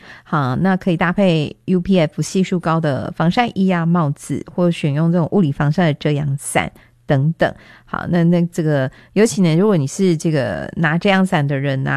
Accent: Taichung, Taiwan; 身为台中人，大概很少有人喜欢夏天吧

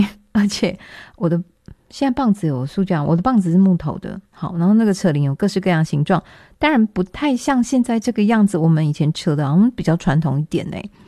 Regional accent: Taiwan; 国际舞台上很多高手其实是我们台湾人诶。

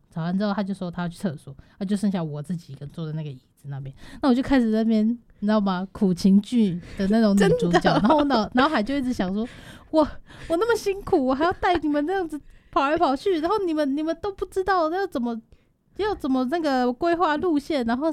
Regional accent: Taiwan; 我们是台湾人不用。

